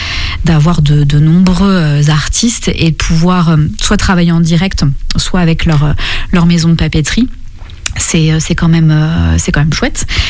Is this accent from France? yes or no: yes; Apremont, Pays de la Loire, France; Alors moi j'ai grandi à Apremont, donc à quelques kilomètres.